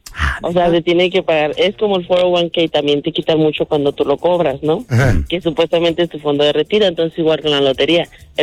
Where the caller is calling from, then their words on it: Texas, United States; De Texas.